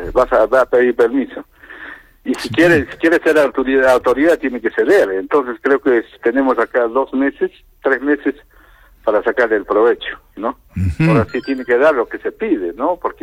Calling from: Yunguyo, Puno, Peru; todo lo que es peruano, de mi tierra, Puno, Yunguyo.

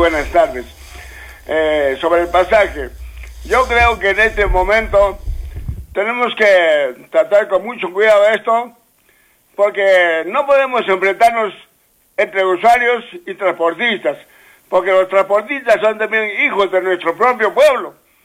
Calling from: Socabaya, Arequipa, Peru; para acá, yo le hablo de Socaba ya

